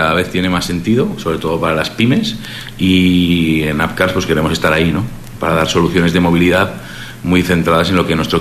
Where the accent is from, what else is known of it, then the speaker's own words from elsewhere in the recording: Aragon, Spain; porque realmente somos los tres de Aragón, somos bastante jóvenes, que quieren apostar por sus negocios desde Aragón